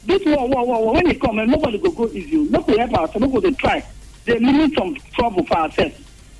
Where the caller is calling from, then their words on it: Nigeria; I'm calling from Omucha.